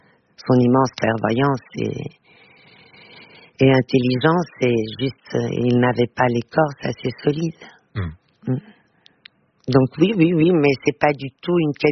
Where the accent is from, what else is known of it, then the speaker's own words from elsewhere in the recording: Portugal; first language Portuguese; French is a second language; also born or lived in Belgium / France; Oui, en famille, c'est ma langue maternelle.